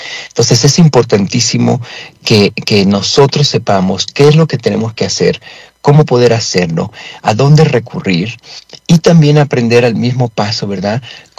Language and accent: Spanish; Mexico; born there; todos los que yo escuché en México